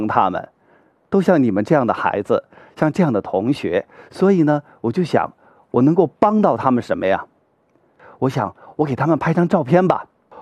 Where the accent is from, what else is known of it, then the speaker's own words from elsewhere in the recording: Beijing, China; 然后拉着我的手，他就说，你是从哪儿来的呀？我跟他们讲，我是从北京来的。